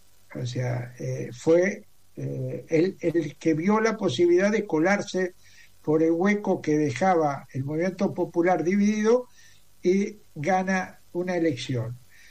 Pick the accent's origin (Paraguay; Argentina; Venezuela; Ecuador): Argentina; viendo lo que pasa en mi país, en Argentina, ¿verdad?